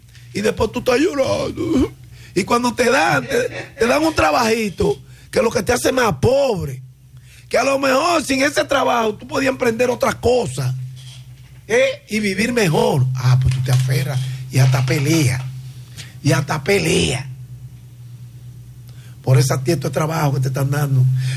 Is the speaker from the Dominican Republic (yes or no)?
yes; Dominican Republic; Porque oye cómo somos los dominicanos.